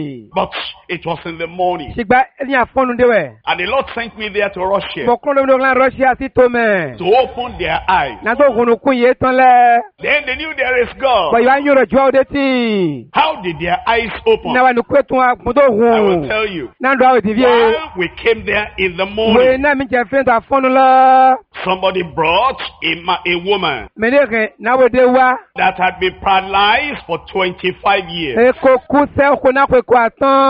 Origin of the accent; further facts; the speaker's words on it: Nigeria; Because I came from Nigeria, Africa.